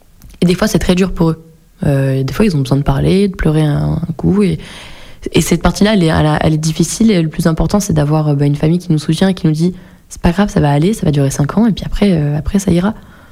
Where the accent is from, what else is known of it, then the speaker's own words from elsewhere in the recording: Lyon, Auvergne-Rhône-Alpes, France; Je suis pas forcément pour repartir à Lyon, j'y retournerai de temps en temps, mais je suis pas pour repartir vivre là-bas en tout cas.